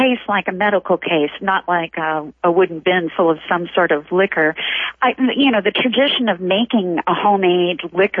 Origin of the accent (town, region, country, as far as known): Corbin, Kentucky, United States; born or raised there